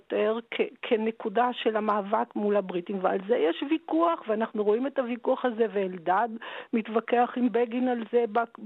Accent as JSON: {"language": "Hebrew", "town": "Tel Aviv", "region": "Tel Aviv District", "country": "Israel", "tie": "born or raised there", "said": "בתור ילדה שגדלה בתל אביב"}